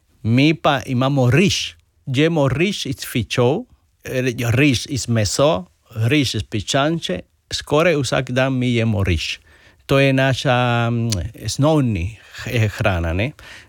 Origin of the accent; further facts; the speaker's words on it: Cuba; Slovenian is a second language; moved away as an adult; now in Slovenia; Prihajam iz Kube.